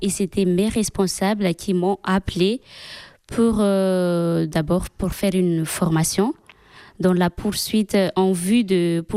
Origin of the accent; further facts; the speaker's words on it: Antsirabe, Vakinankaratra, Madagascar; now in France; Je viens plutôt de Antsirabe, la région qui est au centre de Madagascar, c'est-à-dire à 90 km de la capitale.